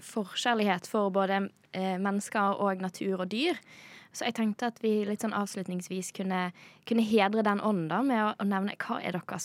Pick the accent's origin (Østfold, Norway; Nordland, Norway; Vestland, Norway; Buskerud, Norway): Vestland, Norway; Bergen; moved away